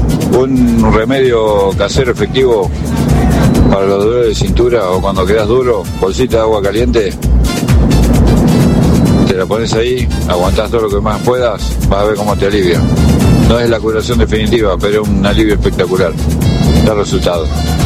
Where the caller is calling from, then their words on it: Chivilcoy, Buenos Aires Province, Argentina; de Chivilcoy te habla.